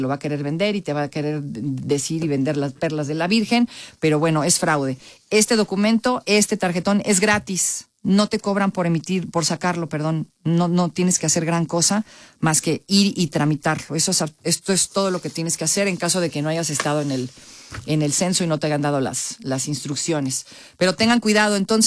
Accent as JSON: {"language": "Spanish", "country": "Mexico", "said": "así somos luego los mexicanos, ¿a poco no?"}